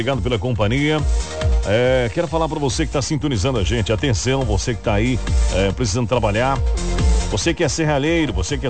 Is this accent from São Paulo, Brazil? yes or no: no; Rio Grande do Sul, Brazil; Rapaz, eu sou gaúcho, eu sou cowboy, sistema bruto, cara.